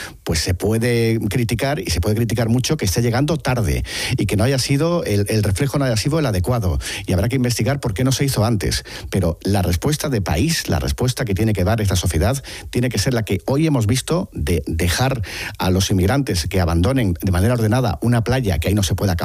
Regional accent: Spain; como ser humano, como ciudadano español, no estoy entendiendo por qué tenemos que expulsar a todas estas personas

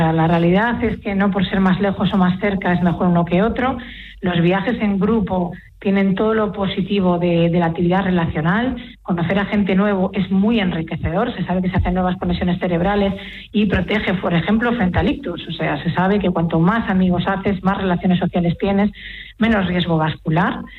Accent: Galicia, Spain; Los gallegos acuden, como gallega que soy

